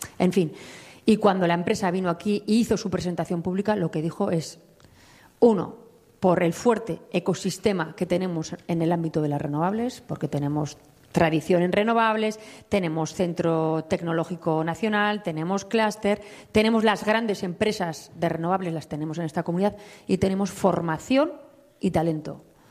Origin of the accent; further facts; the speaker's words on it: Navarre, Spain; Aprovecho a decir, mira, los navarros somos plurales, diversos, navarros que se sienten vascos, navarros que se sienten del mundo